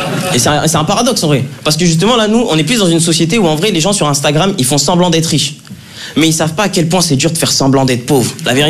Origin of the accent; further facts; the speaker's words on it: Draguignan, Provence-Alpes-Côte d'Azur, France; now in Lyon, France; c'est que moi je viens de Draguignan. Donc partout où je suis en France, je suis content d'être là